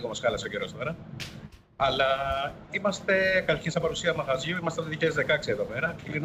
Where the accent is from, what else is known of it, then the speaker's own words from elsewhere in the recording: Greece; moved away as an adult; now in Brussels, Belgium; εμείς σαν Έλληνες